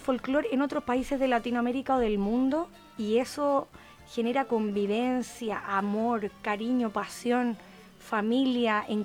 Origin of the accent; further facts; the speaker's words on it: Chile